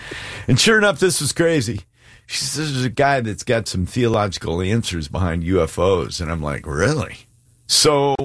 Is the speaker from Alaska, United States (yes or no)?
yes; Alaska, United States; Being born and raised in Alaska and having covered the state by dog team for thousands of miles, you would have thought I'd have seen one